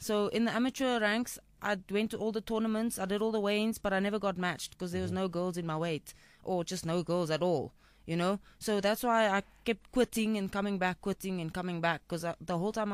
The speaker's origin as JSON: {"language": "English", "country": "South Africa", "said": "I'm from Fitas. It's actually called Freda Park"}